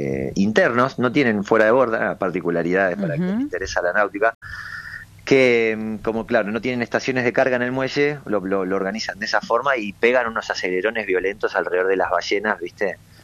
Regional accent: Patagonia, Argentina; moved away; Cuando digo que soy de la Patagonia

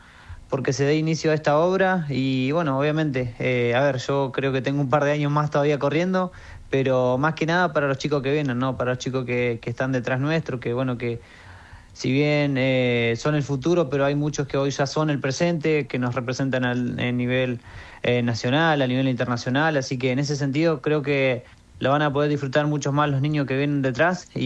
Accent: Gualjaina, Chubut, Argentina; now in Esquel, Argentina; yo soy de Gualjaina. Allá cuando yo corría en Gualjaina, los primeros meses corría al borde o alrededor de una cancha de fútbol que había. Y bueno, después ya me vine acá a Esquel

